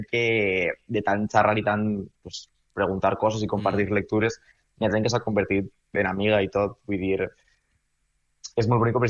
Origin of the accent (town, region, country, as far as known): Vila-real, Valencian Community, Spain